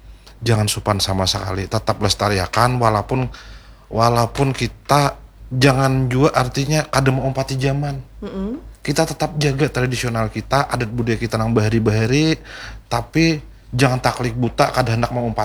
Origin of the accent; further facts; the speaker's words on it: South Kalimantan, Indonesia; mudah-mudahan gesan anak cucu kita tetap terjaga adat budaya kita Banjar